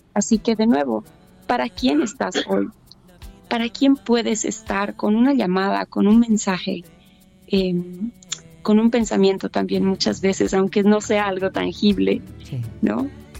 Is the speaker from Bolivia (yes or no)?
yes; Bolivia; no somos solo los bolivianos